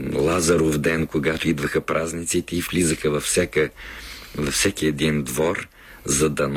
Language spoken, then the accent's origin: Bulgarian; Sofia, Sofia City, Bulgaria; Казвам сближи, защото аз съм софиянец, а те са кумшиите ми от детството.